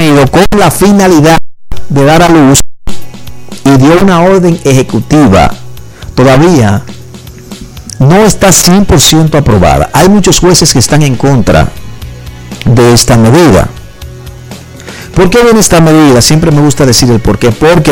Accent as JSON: {"language": "Spanish", "country": "Dominican Republic"}